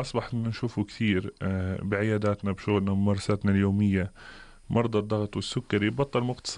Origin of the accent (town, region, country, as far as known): Jordan